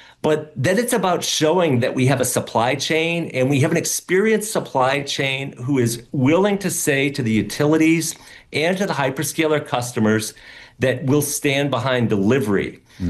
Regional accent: New Hampshire, United States; born or raised there

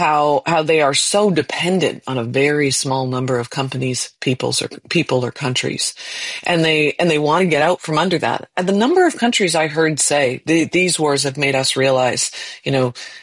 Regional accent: Canada; As a Canadian

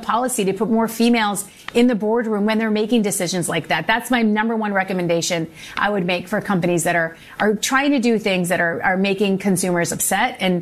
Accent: Minnesota, United States; my hometown Target from Minnesota

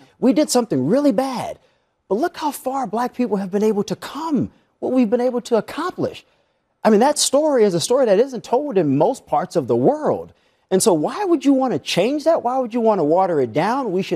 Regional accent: the South, United States; I grew up in the South.

